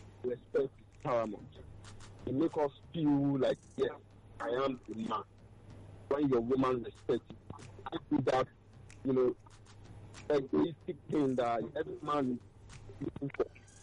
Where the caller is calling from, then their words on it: Lagos, Nigeria; I'm coming from Command.